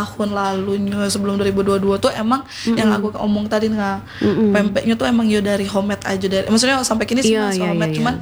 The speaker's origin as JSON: {"language": "Indonesian", "region": "Bengkulu", "country": "Indonesia", "tie": "born or raised there", "said": "Kita asli Bengkulu, asli Bengkulu."}